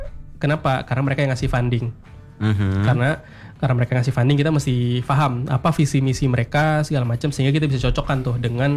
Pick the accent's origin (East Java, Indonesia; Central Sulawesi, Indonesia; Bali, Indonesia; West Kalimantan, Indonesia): West Kalimantan, Indonesia; kita warga Kalbar.